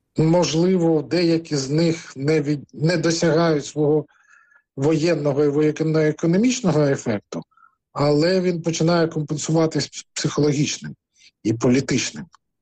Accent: Crimea, Ukraine; Ну, ми, кримчани, кримські експерти, ще з 2014 року казали

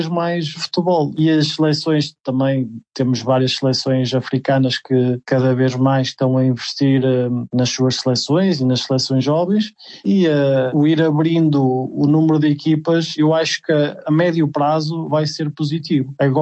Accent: Portugal; Mas eu como português e que sigo um pouco, há uma certa ligação com Cabo Verde, com Angola e até mesmo Moçambique

